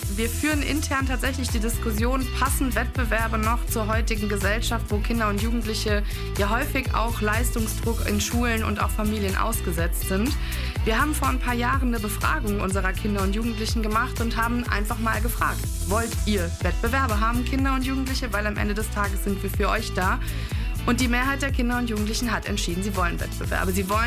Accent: Rhineland-Palatinate, Germany; Ich komme selber aus der Nähe von Koblenz, dann habe ich mal keine weite Anfahrt.

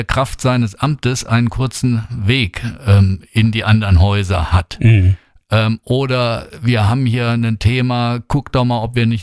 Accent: Bad Kreuznach, Rhineland-Palatinate, Germany; Also ich will unbedingt meiner Stadt und meiner Heimatregion, auch meinem Wahlkreis, treu bleiben.

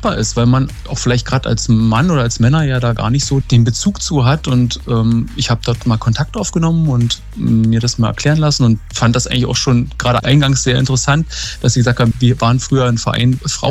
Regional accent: Spremberg, Brandenburg, Germany; born there; now in Werder, Germany; Ich bin gebürtiger Spremberger und Energiefan seit 30 Jahren, aber privat, sag ich mal, in Werder gelandet.

